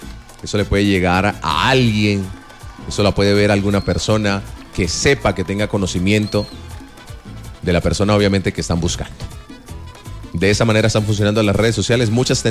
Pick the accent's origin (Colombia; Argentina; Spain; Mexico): Colombia; Como colombiano hemos aprovechado y hemos sabido manejar las redes sociales para la búsqueda de personas